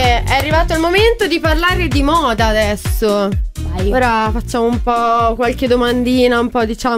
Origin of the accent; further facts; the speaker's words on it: Liguria, Italy; Io della Liguria